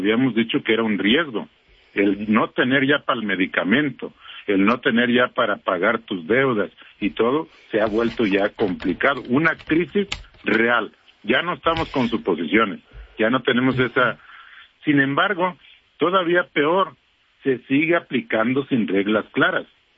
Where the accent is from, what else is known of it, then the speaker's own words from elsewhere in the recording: Mexico; pero como mexicanos, como afectados en este caso, nosotros sí lo vamos a estar promoviendo.